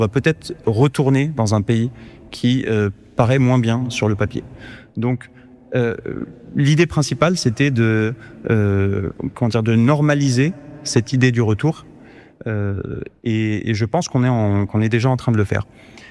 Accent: Nantes, Pays de la Loire, France; also born or lived in Iraq / Paris; je suis né en Irak en 90. Ma famille est arrivée en France en 91, donc je m'en souviens pas. Mais on s'est installé à Nantes, j'ai grandi à Nantes, et puis un peu à Paris sur la fin.

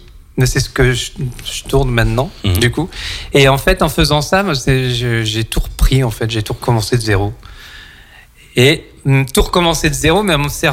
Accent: Brittany, France; Ouais, mais on est breton.

